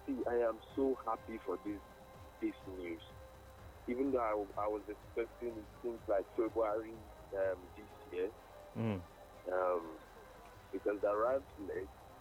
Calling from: Lagos, Nigeria; calling from Lagos.

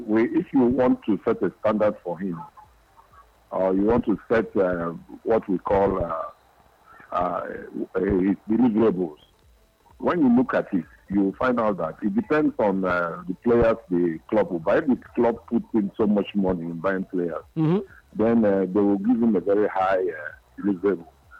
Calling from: Aba, Abia, Nigeria; I'm calling from Aba.

